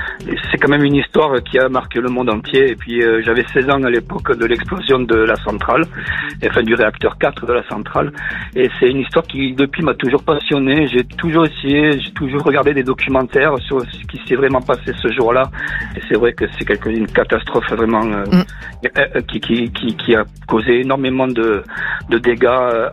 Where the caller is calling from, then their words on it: Tarbes, Occitanie, France; Je suis de Tarbes exactement, dans le sud-ouest de la France, et je suis retraité.